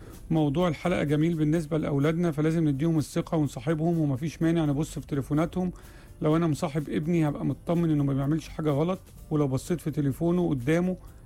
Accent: Tunisia; السلام عليكم،

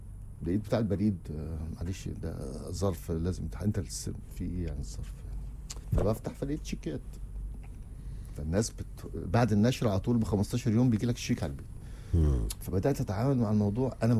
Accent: Dakahlia, Egypt; also born or lived in Mansoura

